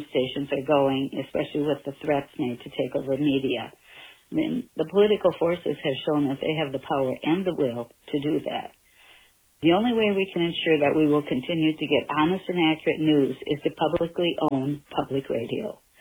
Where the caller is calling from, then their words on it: Lauderdale-by-the-Sea, Florida, United States; I'm calling back from Lauderdale-by-the-Sea, Florida.